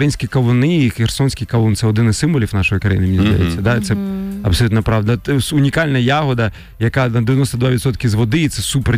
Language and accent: Ukrainian; Kryvyi Rih, Dnipropetrovsk Oblast, Ukraine; Але я теж, по суті, виріс в кавунах. В якомусь, хоч я з Кирого Рогу